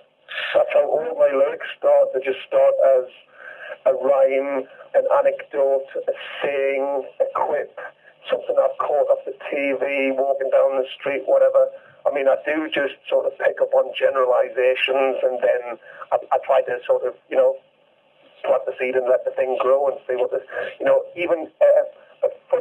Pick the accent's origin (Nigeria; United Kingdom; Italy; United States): United Kingdom; England